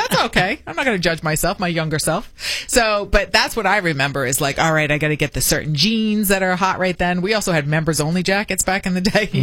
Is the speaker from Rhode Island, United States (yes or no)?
yes; Smithfield, Rhode Island, United States; born there; also born or lived in Foster, Rhode Island; I lived in Foster, but when I moved from Smithfield, sixth grade